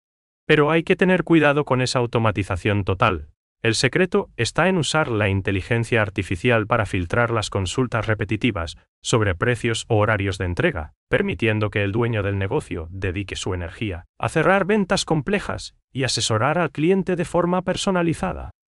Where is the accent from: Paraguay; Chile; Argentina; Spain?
Paraguay; esa calidez humana que nos caracteriza como paraguayos